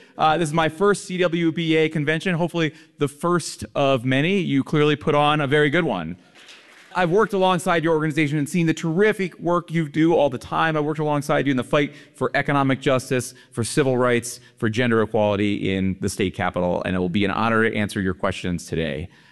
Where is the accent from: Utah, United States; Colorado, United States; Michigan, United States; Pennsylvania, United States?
Colorado, United States; Denver; I grew up here in Denver, the grandson of working class immigrants.